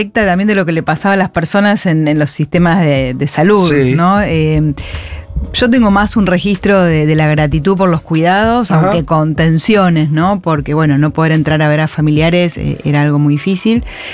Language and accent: Spanish; Argentina